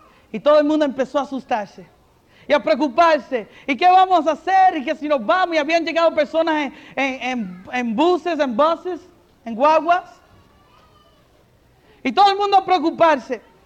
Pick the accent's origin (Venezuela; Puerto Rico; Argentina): Puerto Rico; Barranquitas; moved away; Yo me crié en Barranquitas. O sea, corrí por todo eso por allí.